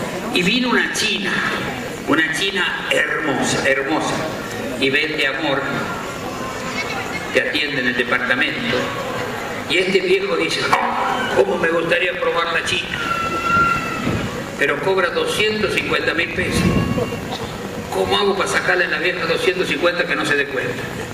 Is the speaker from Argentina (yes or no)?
yes; San Francisco, Córdoba, Argentina; Hay un cuento que me gusta porque es de un viejo de mi pueblo que le gustan las mujeres, la de él y las otras. Nosotros le decimos un pitero, no sé cómo le dicen acá. Un día fue al supermercado Anselmi, un supermercado que hay en San Francisco